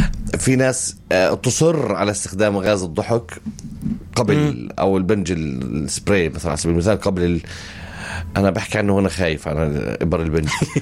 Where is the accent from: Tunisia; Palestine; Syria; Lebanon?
Palestine; مصر لها حصة عندنا كفلسطينية